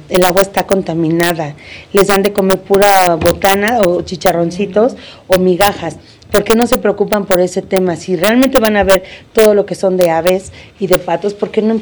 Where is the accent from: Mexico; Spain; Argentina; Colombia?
Mexico; Monterrey, Nuevo León; now in Mexico City, Mexico; yo soy de Monterrey. Ajá, y pero vivimos en la Ciudad de México.